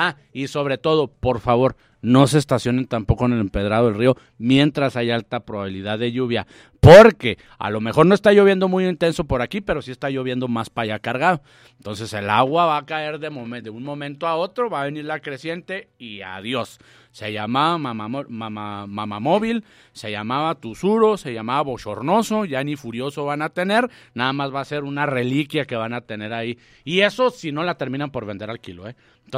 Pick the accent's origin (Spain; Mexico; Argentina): Mexico; no que nos tengan así como nos tienen aquí en México.